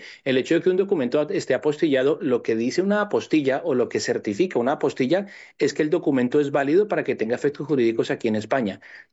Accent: Colombia; las personas que somos de origen colombiano

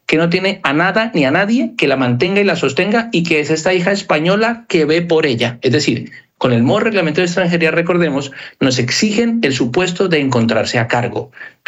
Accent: Colombia; now in Spain; en este caso los que somos de Colombia

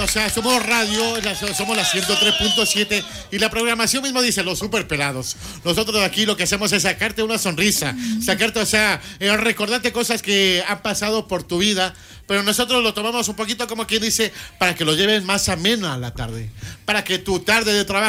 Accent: Quito, Pichincha, Ecuador; yo soy de Quito.

